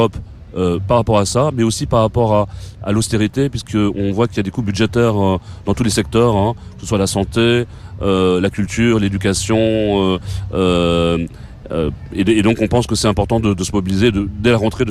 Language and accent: French; Brussels, Brussels-Capital Region, Belgium; nous, on est un collectif plutôt bruxellois, et comme on est des Bruxellois, on pense que c'est important de faire pression sur les institutions qui sont à côté de chez nous.